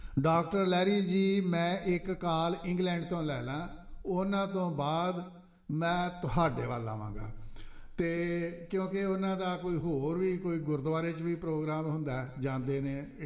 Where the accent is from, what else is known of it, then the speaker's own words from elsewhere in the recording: Punjab, India; moved away; ਬਿਲਕੁਲ ਸਾਡਾ ਫਿਰ ਵੀ ਮੁਲਕ ਹੈ ਐਨੀ ਹੋ ਬੇਸ਼ੱਕ ਅਸੀਂ ਬਾਹਰ ਦੇ ਰਹਿਣ ਵਾਲੇ ਹਾਂ ਪਰ ਸਾਡੀ ਹਮਦਰਦੀ ਅਤੇ ਸਾਡੇ ਸੋਹਣੇ ਪੰਜਾਬ ਅਤੇ ਭਾਰਤ ਵਰਸ਼ ਵੀ ਸਾਡਾ ਦੇਸ਼ ਹੈ